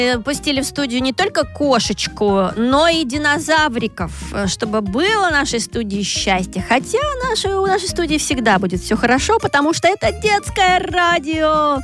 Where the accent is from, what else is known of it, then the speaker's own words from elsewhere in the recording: Oryol, Oryol Oblast, Russia; Я из Орла. Мне 11 лет.